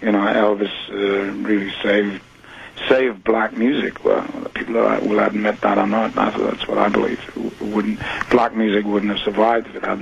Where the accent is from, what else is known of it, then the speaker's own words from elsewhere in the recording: Newcastle, North East England, United Kingdom; It was a conglomeration of several bands that were in playing in my hometown, Newcastle.